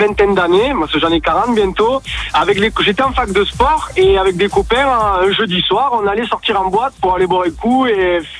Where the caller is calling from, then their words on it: Béziers, Occitanie, France; Je suis à Béziers.